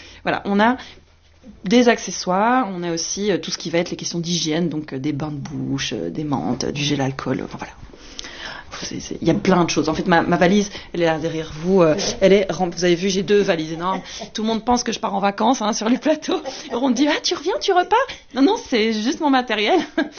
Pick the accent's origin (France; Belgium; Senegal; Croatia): Belgium; Brussels, Brussels-Capital Region; parce que je suis bruxelloise